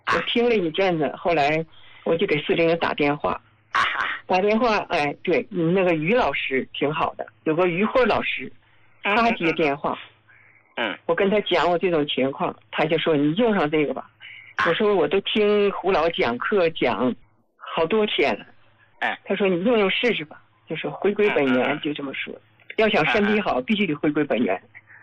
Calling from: Jilin, China; 我是吉林的那个听众。我今年69岁。

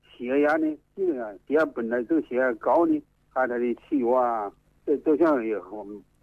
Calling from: Xiantao, Hubei, China; 我是仙桃的长塘口镇雷家村。

